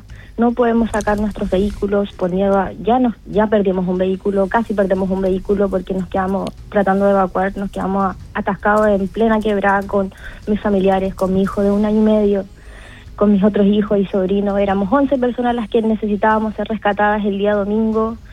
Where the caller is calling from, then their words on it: Chile; ser la voz de mis vecinos y de toda la gente que estamos afectada acá en Cruz de Caña